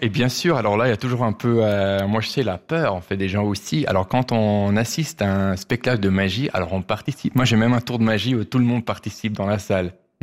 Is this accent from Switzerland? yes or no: yes; German-speaking Switzerland, Switzerland; accent: Swiss German; French is a second language; Je suis suisse-allemand